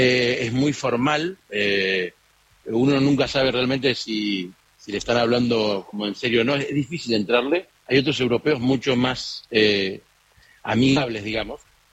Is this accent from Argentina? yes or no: yes; Argentina; de no dar tampoco mucho el cante de que somos argentinos para que no haya conflictos en la calle